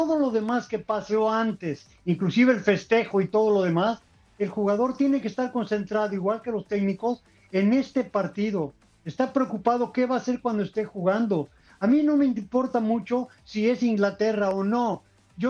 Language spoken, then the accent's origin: Spanish; Mexico; pues estamos orgullosos de lo que es nuestra nación, porque tenemos todo, y eso estamos diciendo, somos mexicanos y vamos a luchar por ganar.